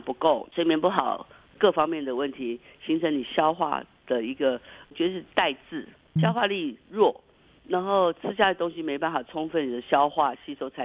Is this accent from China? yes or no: no; southern Taiwan, Taiwan; 我在眷村长大